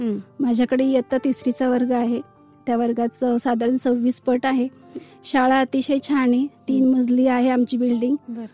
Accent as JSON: {"language": "Marathi", "town": "Malegaon", "region": "Maharashtra", "country": "India", "tie": "born or raised there", "said": "माझं बालपण मालेगाव मध्ये गेलं."}